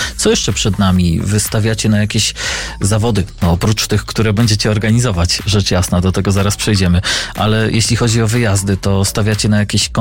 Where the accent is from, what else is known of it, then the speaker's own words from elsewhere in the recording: Kadzidło, Masovian Voivodeship, Poland; Kadzidło to kurpie, to tak tylko lekko sprostuję, bo to moje rodzinne strony.